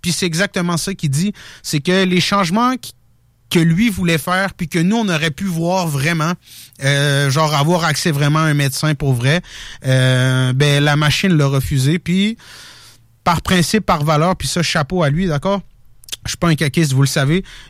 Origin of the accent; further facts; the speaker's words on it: Morocco; il faut que tu passes par mon pays d'origine, qui est le Maroc.